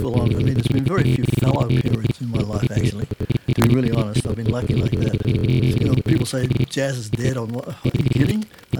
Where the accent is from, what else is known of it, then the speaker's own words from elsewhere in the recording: New Zealand; You know, I'm from this part of the world. I'm from New Zealand. I go to the States.